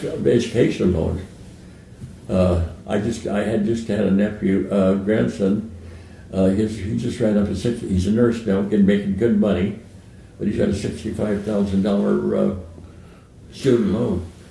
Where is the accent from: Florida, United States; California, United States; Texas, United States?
California, United States; Escondido; also born or lived in Los Angeles / Mexico; I was born in Los Angeles. We moved, well, then we went to Mexico. We ended up in Escondido. I was 5 years old when we settled in Escondido.